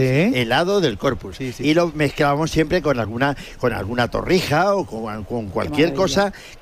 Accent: Belvís de la Jara, Castilla-La Mancha, Spain; born there; yo nací en Belville de la Jara, pero realmente a los 7 años ya venía a veranear a Toledo. A los 13 empecé a trabajar en Toledo. Por lo tanto, me siento toledano.

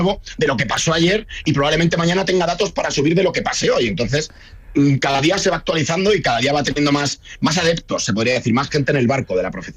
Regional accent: Alcalá de Henares, Community of Madrid, Spain; also born or lived in Málaga / Mota del Cuervo; Nacido en Málaga, es que soy una mezcla un poco rara. Nací en Málaga y me he criado toda la vida en Alcalá de Henares, en Madrid. Pero es que siempre ha sido mi pueblo al que venía todos los veranos con mi abuela y eso. Entonces, tengo ahí una mezcla un poquito rara

